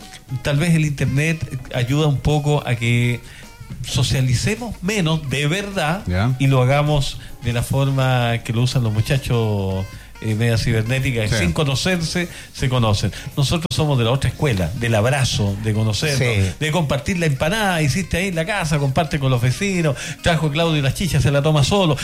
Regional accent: Peumo, O'Higgins, Chile; moved away; de donde vengo yo, de mi glorioso Peumo, próxima capital del país

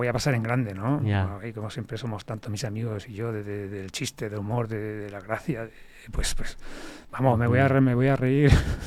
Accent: Monzón, Aragon, Spain; lo voy a dar todo por mi pueblo

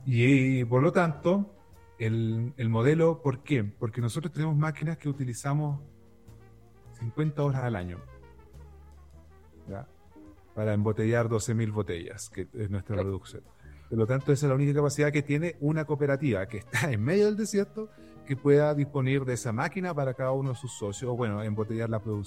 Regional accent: Antofagasta, Chile; los antiguos atacameños, nuestros antepasados

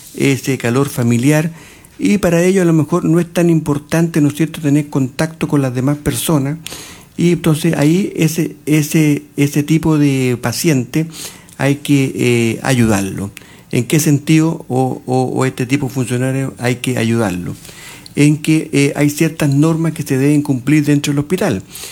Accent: Santiago, Santiago Metropolitan Region, Chile; now in Cauquenes, Chile; Yo soy santiaguino, y así que puedo decir que la gente aquí es diferente.

